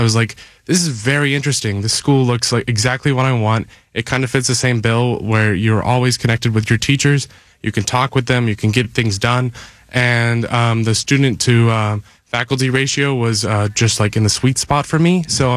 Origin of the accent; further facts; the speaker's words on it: Cocoa Beach, Florida, United States; also born or lived in Atlanta; now in Pittsburgh, United States; I'm originally from Atlanta, but I moved when I was very young to Cocoa Beach, Florida, over by the Cape Canaveral in the Space Center.